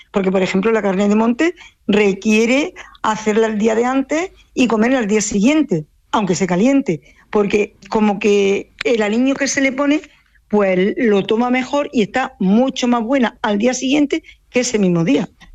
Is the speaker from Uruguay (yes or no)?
no; Andújar, Andalusia, Spain; aunque todavía soy joven, y aunque soy de Andújar